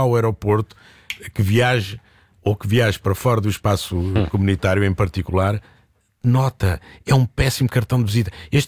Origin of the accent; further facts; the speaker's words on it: Portugal; Estou a pensar enquanto português.